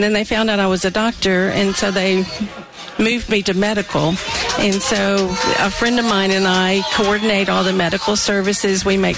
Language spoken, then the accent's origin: English; Augusta, United States; I'm actually from Augusta